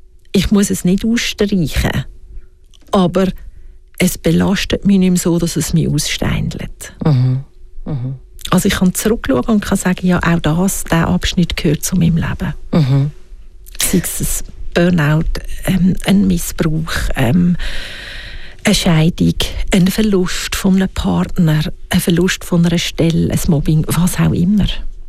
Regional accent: Switzerland; Wir sind ja sehr eine fehlerkultivierte Gesellschaft als Schweizer.

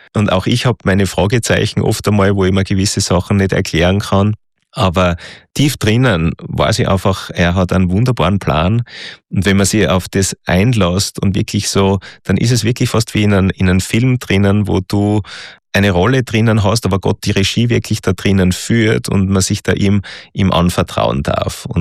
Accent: Austria; Das war ein großer Krieg, also bei uns in Österreich vor allem zwischen die zwei Verbände.

